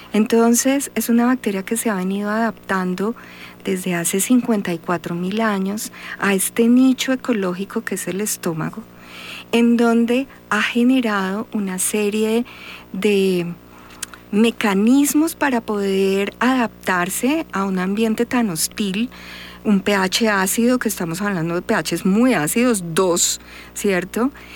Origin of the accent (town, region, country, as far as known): Colombia